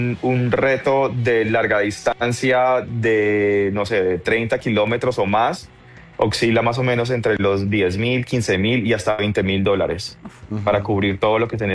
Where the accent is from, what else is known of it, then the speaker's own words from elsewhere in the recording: Colombia; yo estoy representando a Colombia, porque pues soy nadador colombiano.